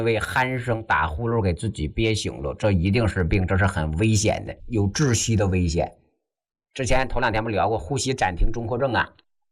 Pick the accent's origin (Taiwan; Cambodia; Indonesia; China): China; 但是很少人知道啊，这可是完全出自于我们中国人自己老祖宗的智慧啊！